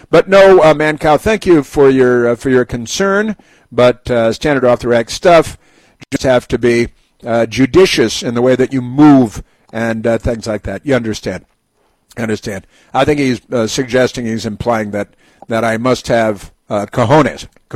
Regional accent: Chicago, Illinois, United States; when I was a kid, growing up in Chicago, North Shore of Chicago, and my stepfather was tied to his whole family was tied to the Chicago Democrat political machine

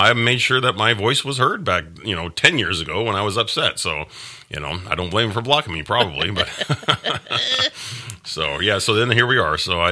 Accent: Redding, California, United States; I was born and raised right here in River City. I went to the same high school my parents went to, Enterprise High.

